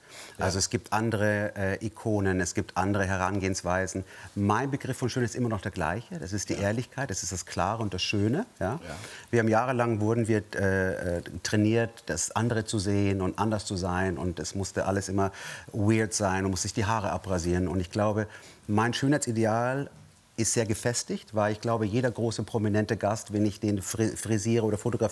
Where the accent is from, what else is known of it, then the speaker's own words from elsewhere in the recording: Bavaria, Germany; Also ich komme aus Bayern